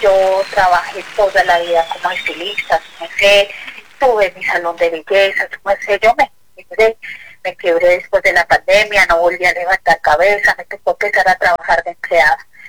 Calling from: Tunja, Boyacá, Colombia; Yo me estoy llamando acá desde Tunja, Boyacá.

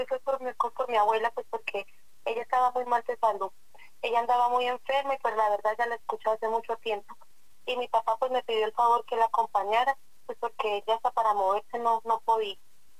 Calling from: Manta, Cundinamarca, Colombia; De Manta, Cundinamarca

